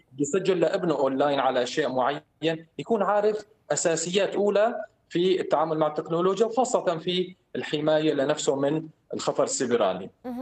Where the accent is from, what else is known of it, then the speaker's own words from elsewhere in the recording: Syria; قديش نحن كسوريين